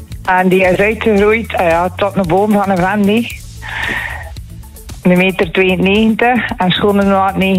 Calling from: Handzame, Flanders, Belgium; Ik woon in Handsamen.

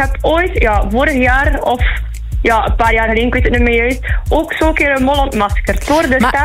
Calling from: Flanders, Belgium; Ik ben zelf West-Vlaming

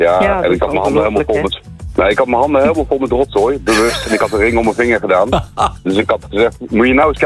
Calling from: Netherlands; Wij als Nederlanders zijn daar wat nuchterder.

